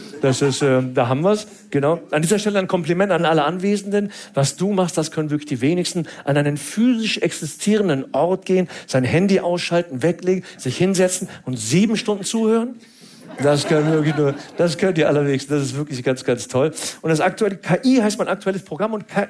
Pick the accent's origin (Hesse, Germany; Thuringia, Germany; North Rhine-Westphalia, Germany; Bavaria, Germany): North Rhine-Westphalia, Germany; Cologne; ich bin gebürtig aus Köln.